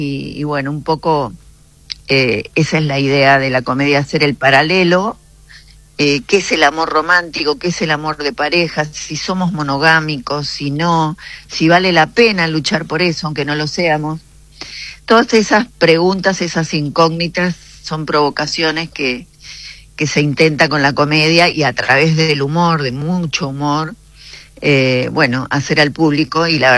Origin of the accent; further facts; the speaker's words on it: Mendoza, Argentina; now in Buenos Aires, Argentina; yo soy mendocina y soy recontra mendocina. Tengo toda mi familia en Mendoza, mis hermanas, mis sobrinos.